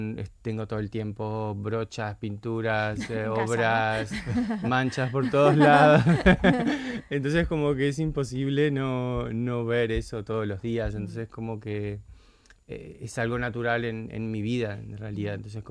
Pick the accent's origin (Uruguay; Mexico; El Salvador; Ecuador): Uruguay; Trabajo en moda en Uruguay, en mi país. Logré tener una carrera productiva y continua, participando de eventos, Fashion Weeks, televisión, cine, todo lo que quieras. Lo hice en Uruguay.